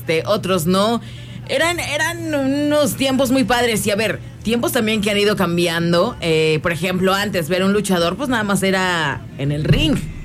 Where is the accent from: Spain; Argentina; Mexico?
Mexico; como mexicanos nos olvidamos un poco de la lucha libre